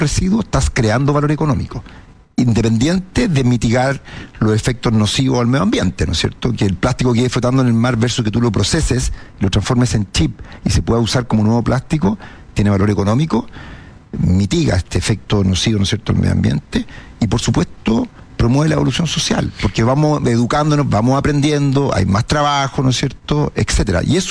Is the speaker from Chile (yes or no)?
yes; Chile; Mira, Gonzalo, yo creo que como chilenos nosotros estamos obligados a replantearnos.